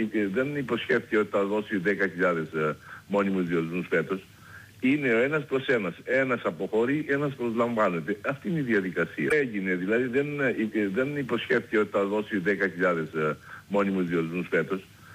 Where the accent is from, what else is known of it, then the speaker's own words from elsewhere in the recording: Viannos, Crete, Greece; το χωριό μου, η Βιάνος, ένα χωριό το οποίο είναι αδυσπρόσιτο